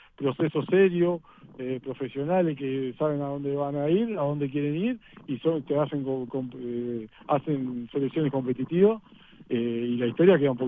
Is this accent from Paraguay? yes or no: no; Uruguay; Nosotros como uruguayos le queremos ganar siempre.